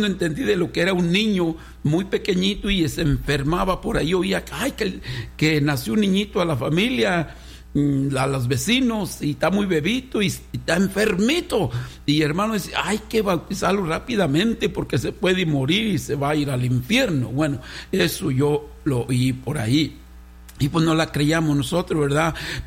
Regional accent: Guanajuato, Mexico; born there; el Rincón de Alonso de Guanajuato, de donde yo vengo

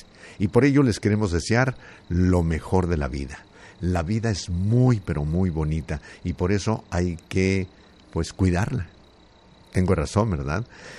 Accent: Zacatecas, Mexico; moved away; ¿Por qué no nos ponemos el nombre de nuestro estado? Que me digan de aquí en adelante, el Zacatecas.

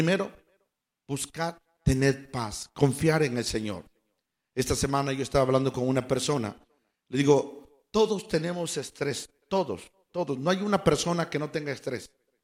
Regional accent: Michoacán, Mexico; now in United States; yo soy de la Peña Colorada. Allá de un rancho, por allá, por Tangamanapio. Entonces, gracias al Señor que llegué aquí y los años que Dios me ha permitido vivir aquí

